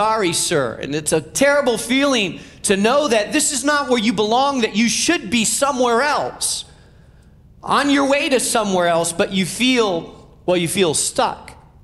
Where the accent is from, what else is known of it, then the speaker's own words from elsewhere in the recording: Chicago, Illinois, United States; we're from Chicago